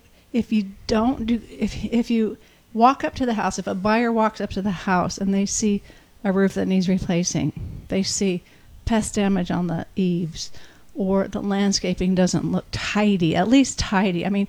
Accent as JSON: {"language": "English", "town": "Santa Barbara", "region": "California", "country": "United States", "lives_now": "Santa Ynez Valley, United States", "said": "I'm from Santa Barbara, but I lived in Santa Barbara how many years? 38 years, and now we've been here 18."}